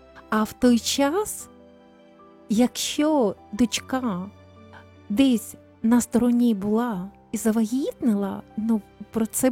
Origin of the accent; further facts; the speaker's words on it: Kyiv, Ukraine; дідусі, бабусі, бабусечки, прабабусечка, одна точно знаю, жили в Києві, я народилася в Києві.